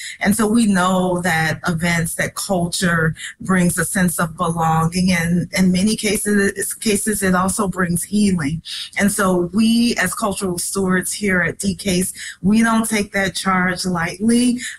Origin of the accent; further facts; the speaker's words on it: Chicago, Illinois, United States; lifelong Chicagoan. I grew up on Chicago's west side in North Lawndale